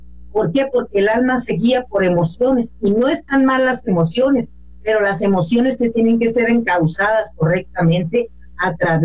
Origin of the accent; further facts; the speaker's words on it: Topolobampo, Sinaloa, Mexico; born there; donde yo nací es una región muy bonita, y a nuestro México es hermoso, y tiene muchas regiones pues hermosas, quizá que no son tan comerciales o que son tan conocidas, pero Topolobampo es una de ellas